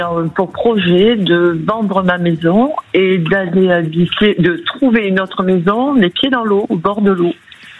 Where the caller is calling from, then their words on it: Occitanie, France; J'appelle de l'Occitanie.